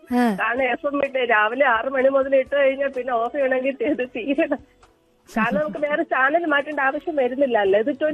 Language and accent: Malayalam; Thiruvananthapuram, Kerala, India; moved away as an adult; now in Kunnukara, Ernakulam, India; എന്റെ നാട് തിരുവനന്തപുരമാണ്. ഹസ്ബൻഡ് തിരുവനന്തപുരം കാട്ടാക്കട.